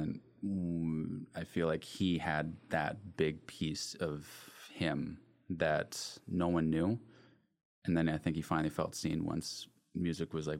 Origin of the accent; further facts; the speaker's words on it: Terrace, British Columbia, Canada; Born and raised in Terrace, from the Kitsilis community, as you said. Gitaz is the village name, and just a Indigenous boy that loved music